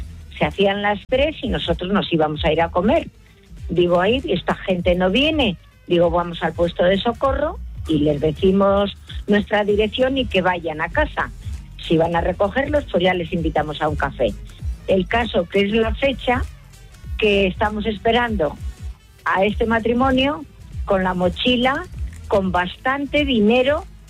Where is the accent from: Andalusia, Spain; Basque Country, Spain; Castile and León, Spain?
Castile and León, Spain; Burgos; Soy de Burgos.